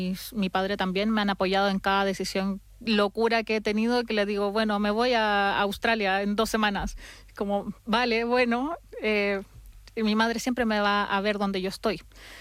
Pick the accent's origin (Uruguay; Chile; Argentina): Chile; south; En Chile es más de todo, hacer la vida más al interior. Sobre yeah. todo de donde soy yo, que es más al sur, entonces que es un clima más austero.